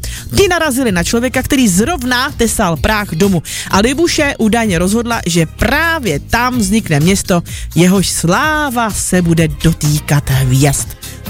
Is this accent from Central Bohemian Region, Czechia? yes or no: yes; Kladno, Central Bohemian Region, Czechia; já jsem z Kladna a je to vlastně Praha u Kladna.